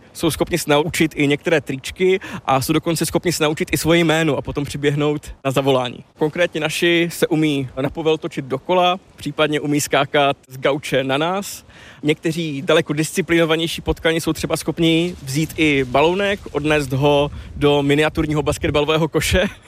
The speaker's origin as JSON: {"language": "Czech", "region": "Moravian-Silesian Region", "country": "Czechia", "said": "já pocházím z Pobeskycka"}